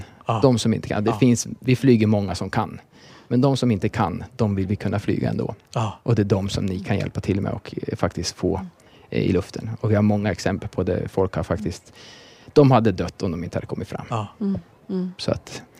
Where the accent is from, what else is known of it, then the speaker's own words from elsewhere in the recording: Tumla, Sweden; now in Norrköping, Sweden; det kvittar om jag är i Tumla där jag växte upp, eller Norrköping där vi bor nu